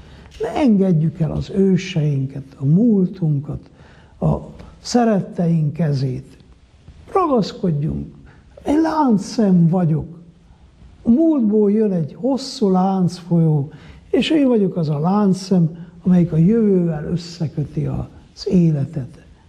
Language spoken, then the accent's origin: Hungarian; Miercurea Ciuc, Harghita, Romania; nekem pont Csíkszeredában, mert én itt nőttem fel